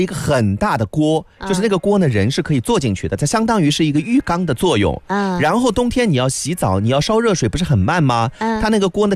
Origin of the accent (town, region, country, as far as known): Yixing, Liyang, Jiangsu, China